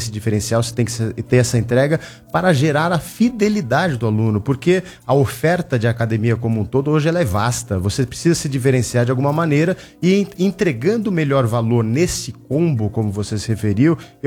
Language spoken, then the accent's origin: Portuguese; São Paulo, Brazil; born there; moved away as an adult; now in Campinas, Brazil; Eu sou nascido em São Paulo, capital, mas moro em Campinas há mais de 3 anos.